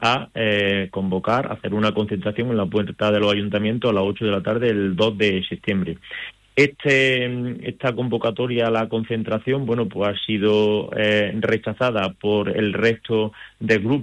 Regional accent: Spain; tenemos que estar orgullosos de decir que somos españoles

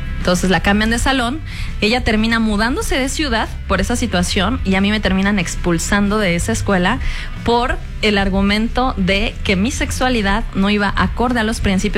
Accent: Ángel R. Cabada, Veracruz, Mexico; moved away; also born or lived in Xalapa, Veracruz; Yo soy de un pueblito en Veracruz que se llama Ángel R. Cavada, Veracruz.

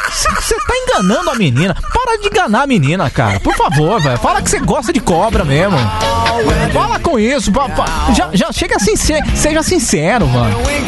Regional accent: Itu, São Paulo, Brazil; born there; Eu nasci em Itu.

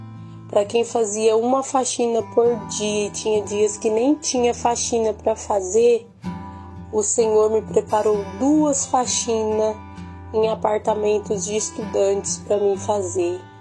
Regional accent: Presidente Prudente, São Paulo, Brazil; sou da cidade de Presidente Prudente.

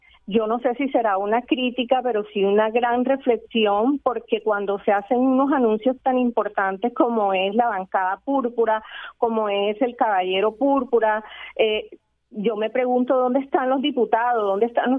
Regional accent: Barranquilla, Atlántico, Colombia; Yo, como barranquillera

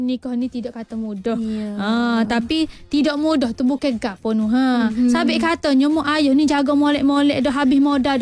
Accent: Sabah, Malaysia; saya membesar di Sabah.

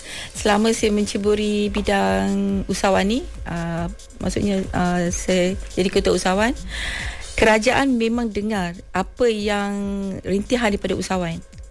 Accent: Lunas, Kedah, Malaysia; now in Kuala Lumpur, Malaysia; Saya berasal daripada Kedah.

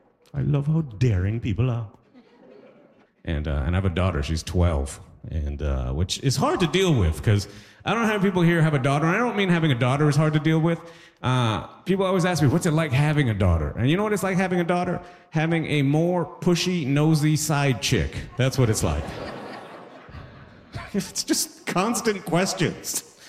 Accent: Toronto, Ontario, Canada; here I grew up in Toronto, so I'm a Trini raised in captivity. That is what I am.

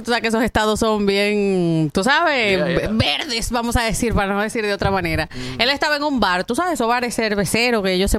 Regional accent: Dominican Republic; cuánta gente honorable no hay en mi país.

